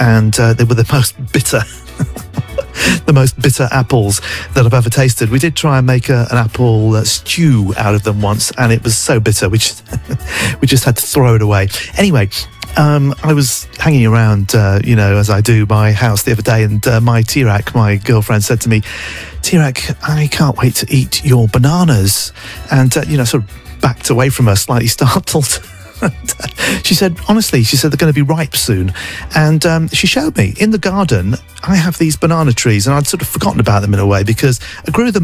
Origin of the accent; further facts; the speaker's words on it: United Kingdom; moved away; as somebody who comes from the northern atmosphere, I grew up in the United Kingdom